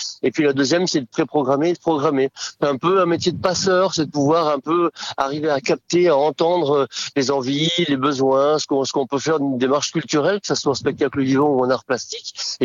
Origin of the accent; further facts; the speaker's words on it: Nouvelle-Aquitaine, France; ce monsieur, il était clarinettiste des balais bancaires chez nous, dans le Poitou.